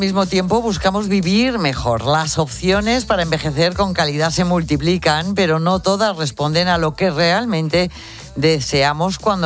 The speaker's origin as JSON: {"language": "Spanish", "town": "Lerma", "region": "Castile and León", "country": "Spain", "said": "Que yo soy de Lerma."}